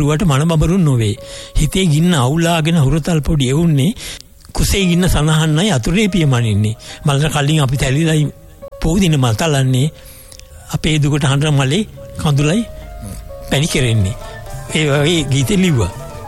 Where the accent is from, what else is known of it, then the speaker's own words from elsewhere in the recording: Beruwala, Western Province, Sri Lanka; also born or lived in Matara; මම ගම බේරුවල උපන්නේ, මාතර වුණාට පියාගේ ගමට බේරුවට ඇවිල්ලා මම ඉගෙන ගත්තේ බේරුව වලතර මහාවිද්‍යාලයේ අධ්‍යාපනය ලැබුවේ.